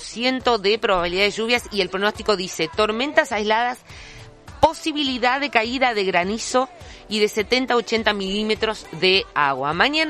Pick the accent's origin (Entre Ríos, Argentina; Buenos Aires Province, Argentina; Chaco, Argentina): Entre Ríos, Argentina; General Ramírez; born or raised there; now in Paraná, Argentina